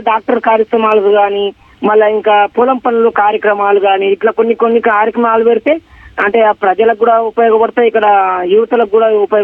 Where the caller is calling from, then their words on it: Nirmal, Telangana, India; నేను తెలంగాణ నిర్మల్ నుంచి … మాట్లాడుతున్నాను